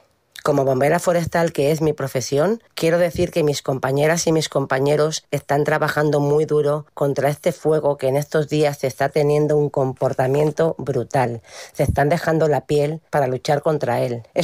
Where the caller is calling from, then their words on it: Castilla-La Mancha, Spain; habitante de la Sierra Norte de Guadalajara.